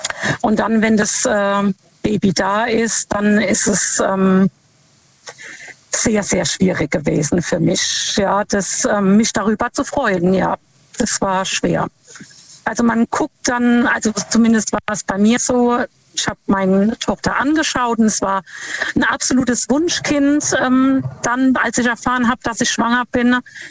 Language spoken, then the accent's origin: German; Lampertheim, Hesse, Germany; Ich komme aus Lampertheim.